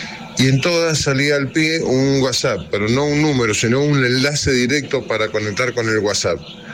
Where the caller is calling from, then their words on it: Carrodilla, Mendoza, Argentina; de Carrodilla